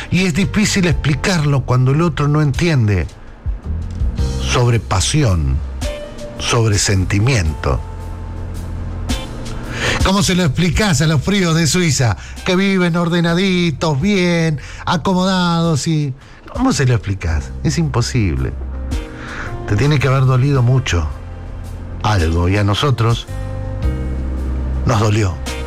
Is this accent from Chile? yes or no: no; Argentina; somos Argentina, nosotros somos esto